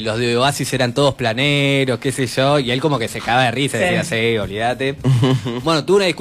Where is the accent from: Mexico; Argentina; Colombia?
Argentina; como nosotros somos argentinos